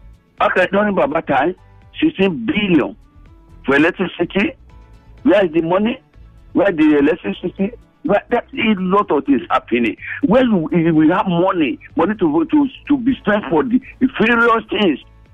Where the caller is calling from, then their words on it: Lagos, Nigeria; I'm calling you from Oshodi, the city in the center of Unifast.